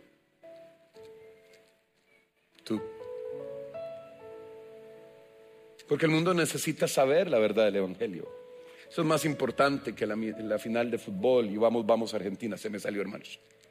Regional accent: San Juan, Cartago, Costa Rica; ¿Saben de dónde, hermanos? De mi pueblo. En la provincia de Cartago, el cantón de La Unión, el distrito de San Juan, residencial Omega, sexta etapa.

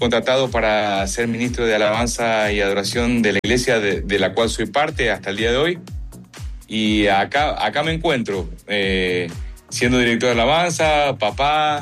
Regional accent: Mendoza, Argentina; moved away as an adult; now in Miami, United States; Bueno, soy argentino de la ciudad de Mendoza, vivo aquí en Miami ya hace 25 años.

